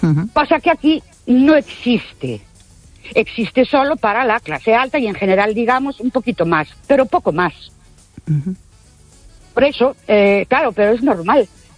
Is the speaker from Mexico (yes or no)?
no; Ourense, Galicia, Spain